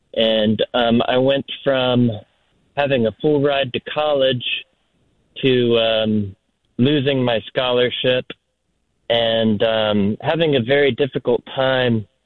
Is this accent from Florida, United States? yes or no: yes; Florida, United States; now in Norway; Hi there. So I'm originally from Florida